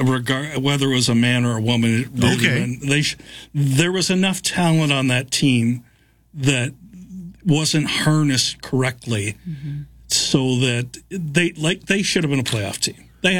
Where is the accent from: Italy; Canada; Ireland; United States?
Canada; London, Ontario; now in Victoria, Canada; I was in Red Deer, Alberta as my hometown London Knights won the 2016 Memorial Cup.